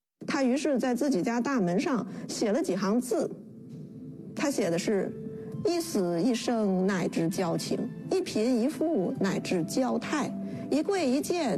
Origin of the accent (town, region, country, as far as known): China